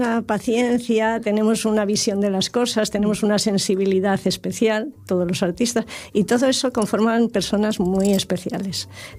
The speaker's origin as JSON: {"language": "Spanish", "town": "Salamanca", "region": "Castile and León", "country": "Spain", "moved": "yes", "lives_now": "Asturias, Spain", "said": "que yo no soy asturiana, soy de Salamanca, pero llevo aquí muchos años"}